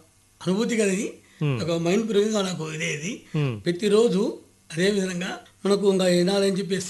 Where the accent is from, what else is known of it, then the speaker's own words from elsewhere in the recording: Peddaraveedu, Andhra Pradesh, India; ప్రకాశం జిల్లా పెద్దారువీడు.